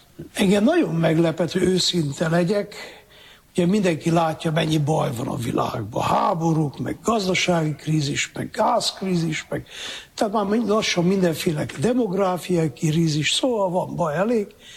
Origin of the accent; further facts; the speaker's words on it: Miercurea Ciuc, Harghita, Romania; Hát ugye én Csíkszeredában nőttem fel